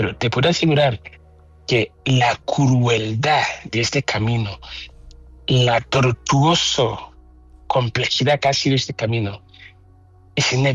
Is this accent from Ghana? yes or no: yes; Ghana; now in Barcelona, Spain; llevo más años viviendo aquí en Cataluña y en Barcelona que en Ghana, en mi país natal.